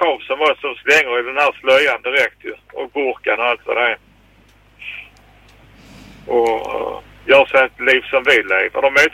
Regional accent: Sweden; born there; Så det är rent tur, Kalle, att vi är födda i Sverige, du och jag och alla andra.

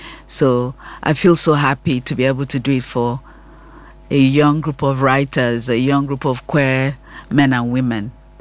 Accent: Nigeria; moved away as an adult; now in United States and Nigeria; Yes, I grew up in Nigeria until about 30 years old.

